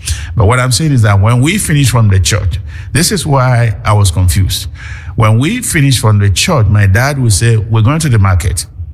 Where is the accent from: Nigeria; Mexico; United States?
Nigeria; I was born in Nigeria in 1953 into a family who believe in God. We go to church. We belong to Anglican church.